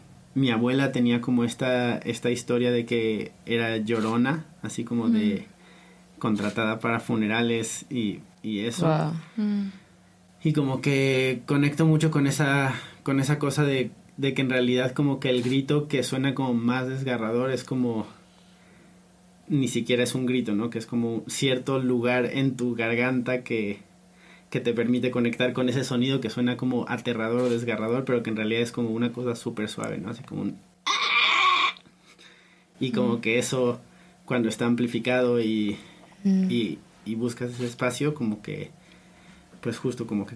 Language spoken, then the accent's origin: Spanish; Mexico; como que crecí moviéndome mucho en México y pues como que igual pues me marcó lo mismo